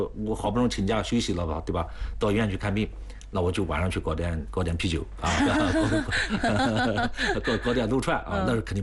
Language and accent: Chinese; China